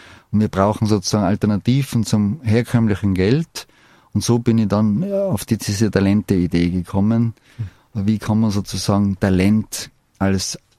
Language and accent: German; Innsbruck, Tyrol, Austria; born there; Ich bin in Innsbruck geboren.